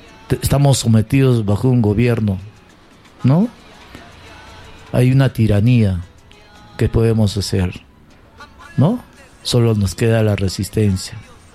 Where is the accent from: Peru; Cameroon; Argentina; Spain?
Peru; hay que reconocer qué somos peruanos, cuál es nuestra cultura, la cultura de nuestros Andes